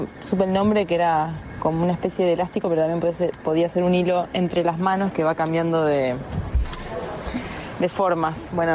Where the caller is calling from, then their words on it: Buenos Aires, Argentina; acá saluda … de Floresta.